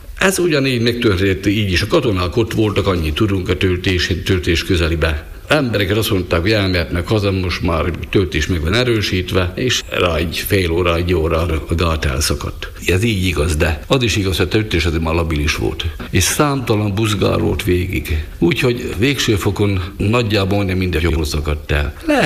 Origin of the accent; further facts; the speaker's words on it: Kolozsnéma, Nitra Region, Slovakia; Ugye gyerekkoromtól én a Duna mellett nőttem, kolozsnémai születésű vagyok